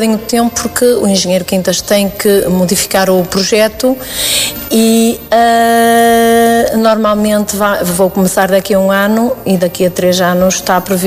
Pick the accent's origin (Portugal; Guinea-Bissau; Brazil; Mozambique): Portugal; Arcos de Valdevez, Norte; Em Arcos do Alvejo é porque eu sou daqui, não é? E a minha terra